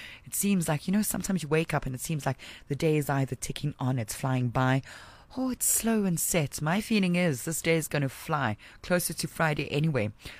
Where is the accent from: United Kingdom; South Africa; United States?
South Africa